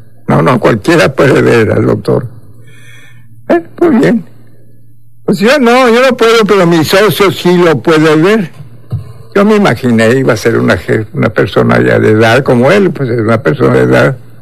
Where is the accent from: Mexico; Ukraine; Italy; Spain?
Mexico; y no soy malinchista, soy más mexicano que las que los meros chiles de nogada.